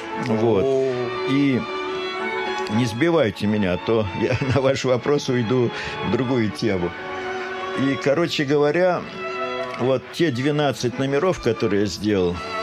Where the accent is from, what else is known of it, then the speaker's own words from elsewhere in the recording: Russia; moved away as an adult; also born or lived in France; хотя я по кровям очень сложный человек, но я русский.